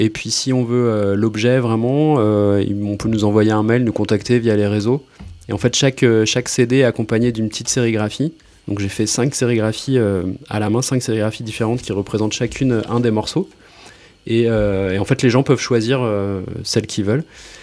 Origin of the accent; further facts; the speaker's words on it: Pays de la Loire, France; Bah, c'est là où j'ai grandi donc ça voilà c'est un lieu qui m'inspire pas mal sur les textes.